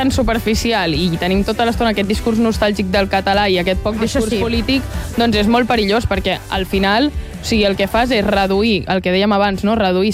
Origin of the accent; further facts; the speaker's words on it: Catalonia, Spain; jo sóc molt catalana